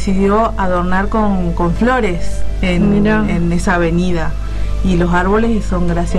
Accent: Jujuy, Argentina; Yo particularmente, que soy de Jujuy

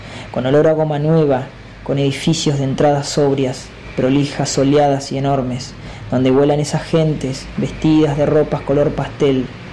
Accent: Neuquén, Argentina; soy escritor neuquino, nacido y criado acá en Neuquén.

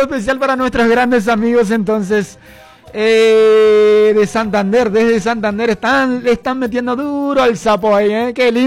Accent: Buenos Aires, Argentina; Soy de Ciudad Oculta con orgullo.

